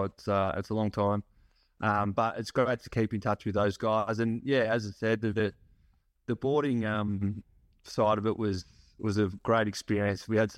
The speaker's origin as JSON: {"language": "English", "town": "Yarrawonga", "region": "Victoria", "country": "Australia", "tie": "born or raised there", "said": "Growing up in Yarrawonga, it was a really small country town, especially when I grew up in the 90s, and only, a town of 2,000 people."}